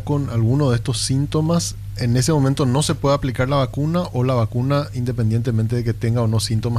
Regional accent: Paraguay; todos somos paraguayos

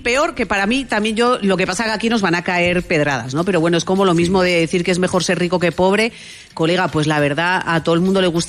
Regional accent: Spain; Acuérdate cómo somos las españolas

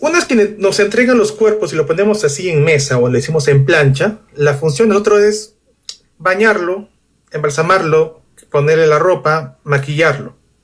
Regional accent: Peru; soy tanatopraxólogo y soy de Perú.

